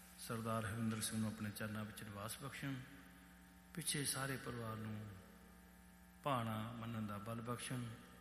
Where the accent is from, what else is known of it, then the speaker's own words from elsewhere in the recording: Ludhiana, Punjab, India; ਸਾਡਾ ਵੀ ਇਲਾਕਾ ਲੁਧਿਆਣਾ ਹੀ ਹੈ, ਅਸੀਂ ਵੀ ਲੁਧਿਆਣੇ ਤੋਂ ਹੀ ਹਾਂ।